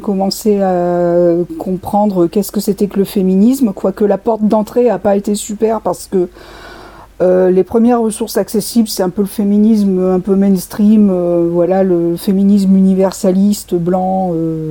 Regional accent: Clermont-Ferrand, Auvergne-Rhône-Alpes, France; born there; moved away as an adult

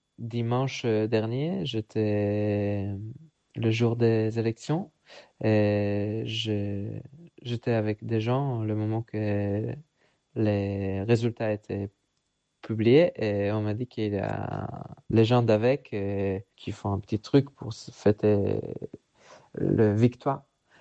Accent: Israel; moved away as an adult; now in France; j'ai grandi en Israël

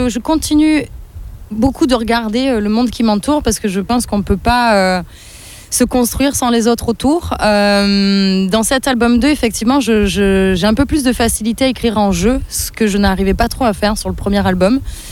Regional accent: Avignon, Provence-Alpes-Côte d'Azur, France; moved away as an adult; now in Paris, France; je viens d'Avignon.

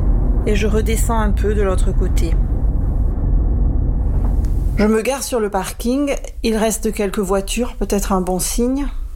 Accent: Loriol-sur-Drôme, Auvergne-Rhône-Alpes, France; now in Belgium; Moi, j'ai grandi à Loriol.

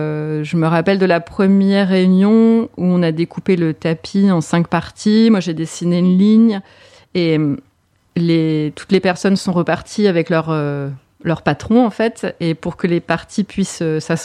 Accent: Grand Est, France; je viens des Vosges, donc je vois un petit peu.

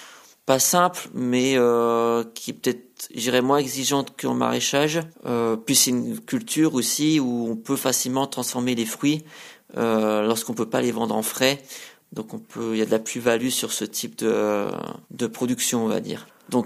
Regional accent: Gruffy, Auvergne-Rhône-Alpes, France; Je suis de Gruffy, donc je suis installé depuis 2 ans sur la même commune

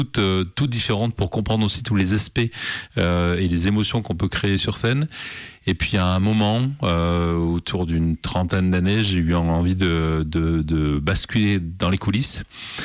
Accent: Toulon, Provence-Alpes-Côte d'Azur, France; accent: accent chantant; now in Lyon, France; moi je suis un petit gars du Sud, parce que je suis né à Toulon et j'ai grandi dans cette ville, la ville de Rému, la ville où l'on parle fort, où on a l'accent chantant, mais je suis très heureux d'être à Lyon

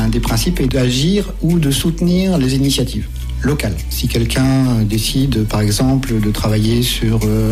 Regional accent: Poule-les-Écharmeaux, Auvergne-Rhône-Alpes, France; je viens de Poules-les-Écharmeaux dans le Beaujolais Vert.

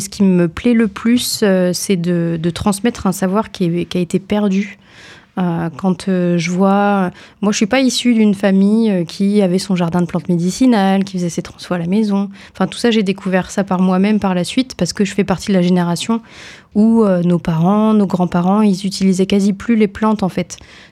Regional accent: Grand Est, France; accent: Ardennes; now in Nyons, France; je suis pas originaire de la Drôme du tout. Peut-être certains reconnaîtront mon accent ardennais, je ne sais pas.

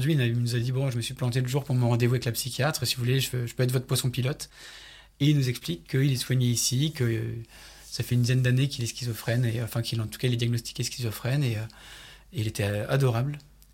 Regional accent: Auvergne-Rhône-Alpes, France; Et on nous explique qu'on vient d'Ardèche, de l'Ardèche du Sud, tout ça.

